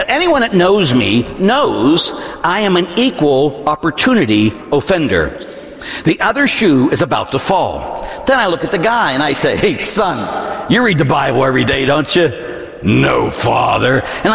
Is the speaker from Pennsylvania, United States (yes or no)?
yes; Pittsburgh, Pennsylvania, United States; born or raised there